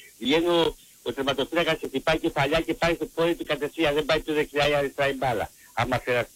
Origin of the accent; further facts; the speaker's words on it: Peloponnese, Greece; now in Crete, Greece; Και εγώ είμαι Πελοπονήσιος. Αλλά εδώ στην Κρήτη από το 65.